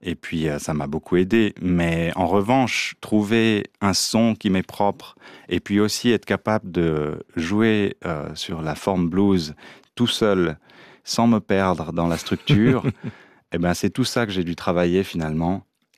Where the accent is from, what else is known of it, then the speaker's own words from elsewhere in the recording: Chalais, Valais, Switzerland; born there; En Valais, oui, c'est mon village natal.